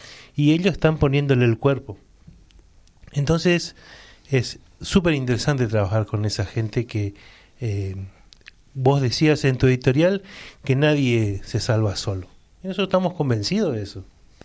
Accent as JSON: {"language": "Spanish", "region": "Corrientes", "country": "Argentina", "tie": "born there", "moved": "yes", "lives_now": "Buenos Aires, Argentina", "said": "Que sea la zona portuaria donde llegamos muchos cabecitas negras, porque yo nací en Corrientes, entonces es un lugar conocido para los que venimos de otra parte del país."}